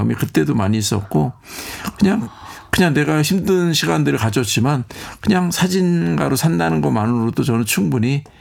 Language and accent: Korean; South Korea; 근데 제가 사정을 했어요. 내 한국에서 왔는데 안 되는 영어로 진짜 사정을 했어요.